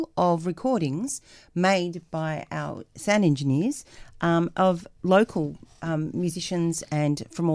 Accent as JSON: {"language": "English", "town": "Albury", "region": "New South Wales", "country": "Australia", "tie": "born or raised there", "said": "I grew up in Albury, Wodonga."}